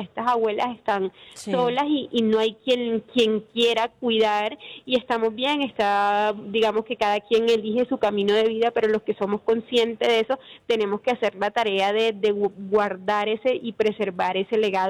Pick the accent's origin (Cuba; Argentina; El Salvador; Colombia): Colombia; la idea también es que nosotros como colombianos entendamos el valor de esas cosas que nos hacen únicos